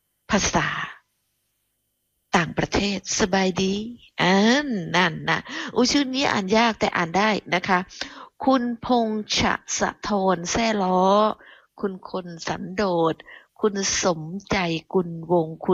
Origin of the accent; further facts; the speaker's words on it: Phuket, Thailand; now in Bangkok, Thailand; ดิฉันนี่จากเกาะดิฉันเป็นคนภูเก็ตเนาะดิฉันเป็นคนเกาะนะมาอยู่กรุงเทพโดนนานแปลว่ามาอยู่กรุงเทพนานก็มาตั้งแต่เรียนหนังสือกลับบ้านก็มีบ้างนะคะ